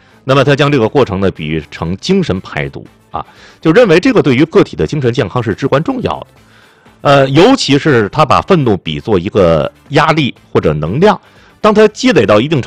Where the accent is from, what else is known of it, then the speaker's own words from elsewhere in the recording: China; 换成咱们就是中国人好理解的一些